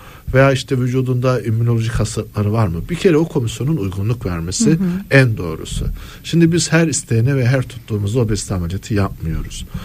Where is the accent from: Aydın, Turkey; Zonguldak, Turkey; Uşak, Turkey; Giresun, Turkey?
Giresun, Turkey; Ben mesela Giresunluyum.